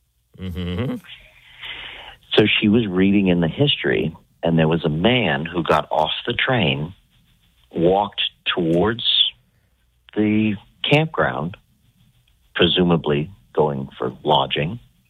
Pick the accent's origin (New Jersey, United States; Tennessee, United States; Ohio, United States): Ohio, United States; I am from South Central Ohio, And I did meet the ladies in 23 when George Norrie was doing a live show at the Egyptian in Columbus.